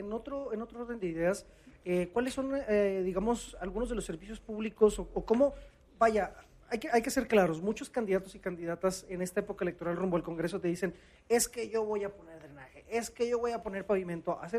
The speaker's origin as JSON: {"language": "Spanish", "country": "Mexico", "said": "somos todos mexicanos."}